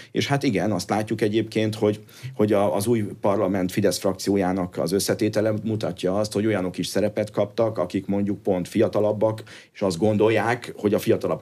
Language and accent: Hungarian; Germany; moved away; Én úgy nőttem fel Németországban, hogy Helmut Kohl volt a kancellár 16 évig